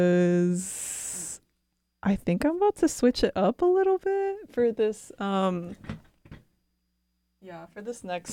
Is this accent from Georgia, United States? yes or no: yes; Atlanta, Georgia, United States; now in Davis, United States; Like I'm officially in Davis, California now, but I'm like from Atlanta.